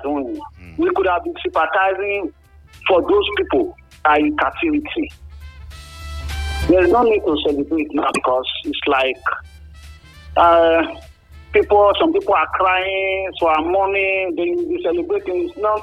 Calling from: Benin, Edo, Nigeria; I'm calling from Oigbeni.

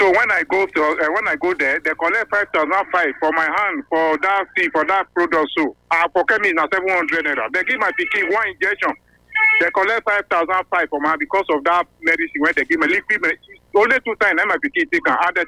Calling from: Benin City, Edo, Nigeria; I'm calling from Ugbowo.

